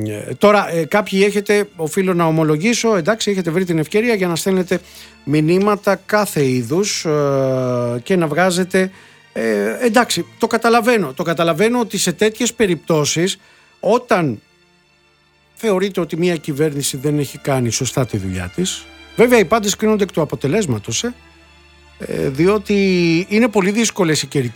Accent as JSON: {"language": "Greek", "region": "Peloponnese", "country": "Greece", "said": "στο Γήθιο, κάτω εκεί στα μέρη μου."}